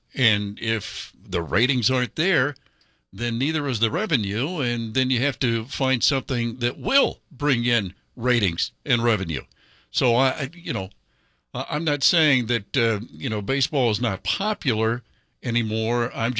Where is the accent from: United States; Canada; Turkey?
United States; Ohio; I'm from Ohio, so maybe a little biased there